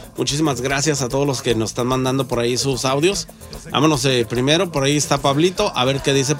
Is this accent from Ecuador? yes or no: yes; Ecuador; yo soy de Ecuador